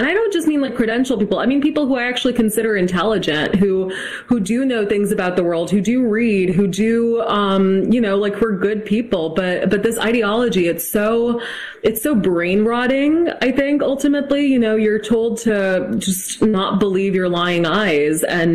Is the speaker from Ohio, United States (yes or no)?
no; Massachusetts, United States; I mean, I'm from Massachusetts, which actually does have very good schools, despite them being like off the rails crazy.